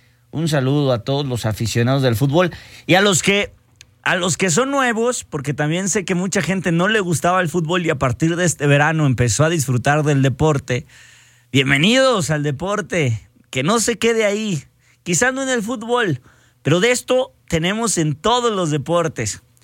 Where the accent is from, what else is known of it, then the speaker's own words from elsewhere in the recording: Mexico; como buen mexicano también, pues uno se cae, se levanta, se espanta el polvo y a seguirle, porque así somos los mexicanos.